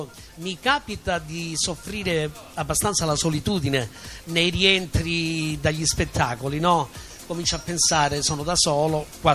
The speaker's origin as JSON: {"language": "Italian", "town": "Catanzaro", "region": "Calabria", "country": "Italy", "said": "arrivo da Catanzaro"}